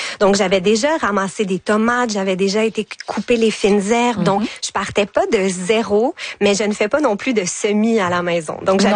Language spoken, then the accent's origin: French; Montreal, Quebec, Canada; moi, j'ai grandi, je suis née, j'ai grandi dans le Myland à Montréal, un quartier central, très urbain.